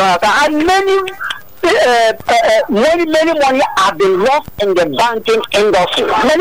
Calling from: Abuja, Federal Capital Territory, Nigeria; I'm calling from Abuja

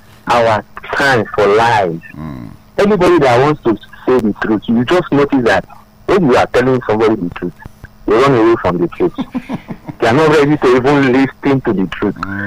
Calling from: Nigeria; I'm calling from Yamipaja.

